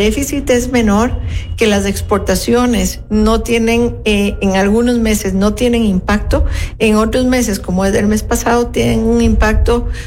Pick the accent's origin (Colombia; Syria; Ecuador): Ecuador